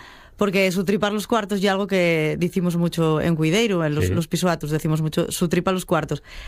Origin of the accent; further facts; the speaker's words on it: Asturias, Spain; lo que somos los asturianos, lo que ye Asturias en una identidad completa, ¿no?